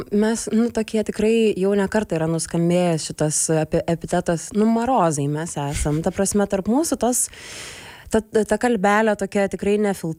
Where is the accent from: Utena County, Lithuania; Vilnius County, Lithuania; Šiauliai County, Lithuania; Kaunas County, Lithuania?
Kaunas County, Lithuania; Jonava; aš šiaip tai užaugau Jonavoj, didžiąją savo laiko dalį praleidau su mama.